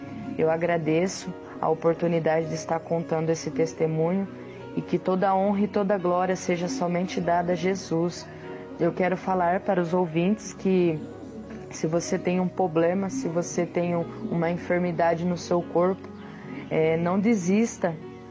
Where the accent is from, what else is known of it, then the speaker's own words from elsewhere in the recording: Lençóis Paulista, São Paulo, Brazil; sou aqui de Lençóis Paulista